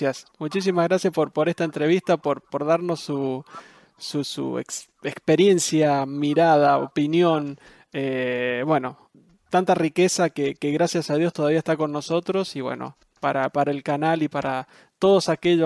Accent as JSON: {"language": "Spanish", "country": "Argentina", "said": "como argentino tenemos que saber que dieron la vida"}